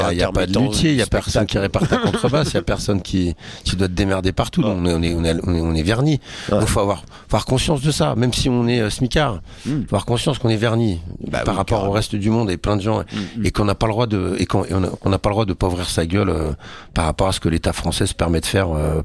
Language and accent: French; France; On est français